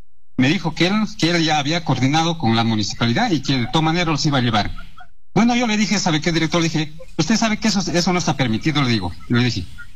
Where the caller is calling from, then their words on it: Asunción district, Cajamarca, Peru; Estoy llamando de acá, del distrito de la Asunción.